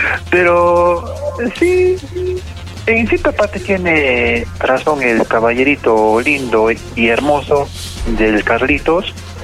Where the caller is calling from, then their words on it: Peru; Somos iguales, somos peruanos.